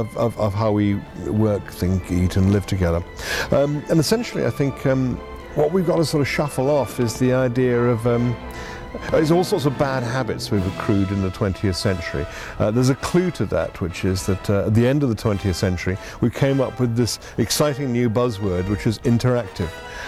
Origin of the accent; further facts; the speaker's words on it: United Kingdom; I'm British and we are pedantic.